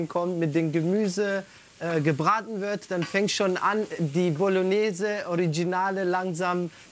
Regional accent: Germany; Ich kenne es auch aus meiner Jugend in Deutschland

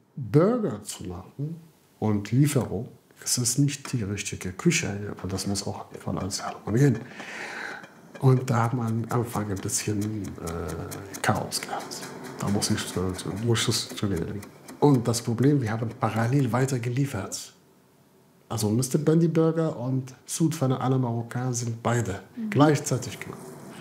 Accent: Morocco; now in Fulda, Germany; Ich bin dort geboren, ich bin dort aufgewachsen. Also Marokko ist wirklich sehr, sehr, sehr schön.

